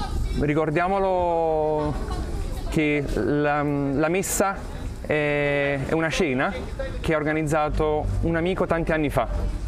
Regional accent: Naples, Campania, Italy; vengo da Napoli

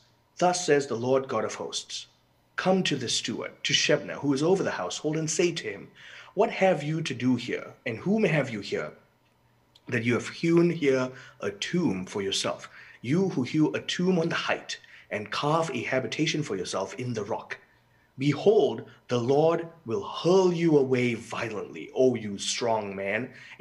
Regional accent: United Kingdom; as I'm British

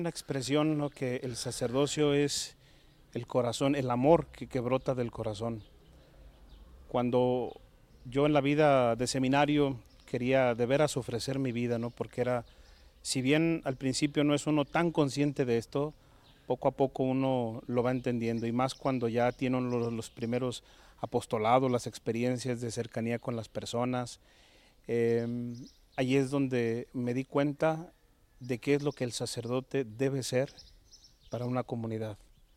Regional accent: León, Guanajuato, Mexico; also born or lived in Lagos de Moreno; pero por azares del destino yo nací allá, crecí en León, Guanajuato, y ya más adelante nos trasladamos a vivir toda la familia a Lagos de Moreno

